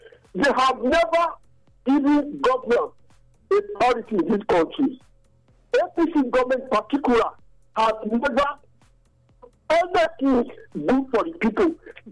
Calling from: Nigeria; I'm speaking from Ushoho.

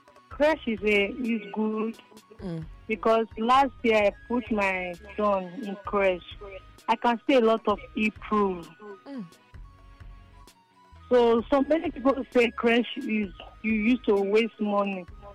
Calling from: Ugbo, Nigeria; I'm calling from Ugbo.

